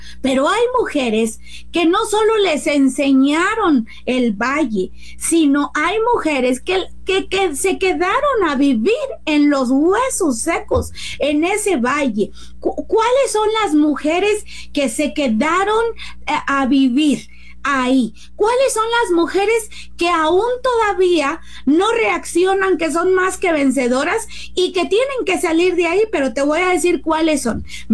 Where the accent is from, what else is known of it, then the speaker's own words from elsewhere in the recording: Mexico; nosotros como mexicanos